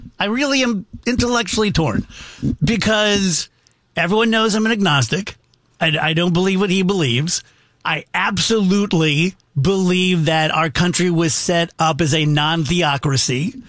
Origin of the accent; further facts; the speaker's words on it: United States; as an American